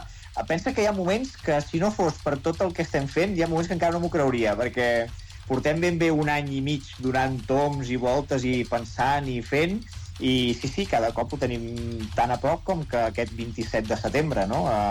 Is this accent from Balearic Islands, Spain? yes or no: no; Terrassa, Catalonia, Spain; Jo soc de Terrassa